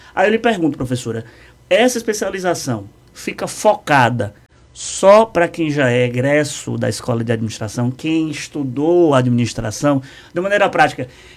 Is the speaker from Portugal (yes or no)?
no; Conceição do Coité, Bahia, Brazil; Eu venho de Construção do Coité